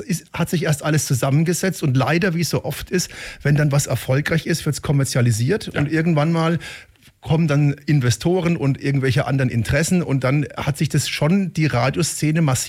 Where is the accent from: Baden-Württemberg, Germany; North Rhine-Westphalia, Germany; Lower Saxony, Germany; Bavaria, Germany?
Bavaria, Germany; Würzburg; Ich komme ja aus Würzburg